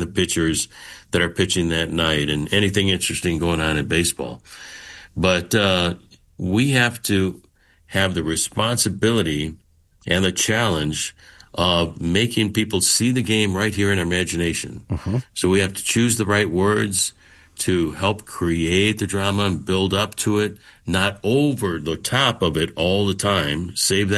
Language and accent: English; Chicago, Illinois, United States; now in Seattle, United States; I grew up in Chicago. But Seattle's my home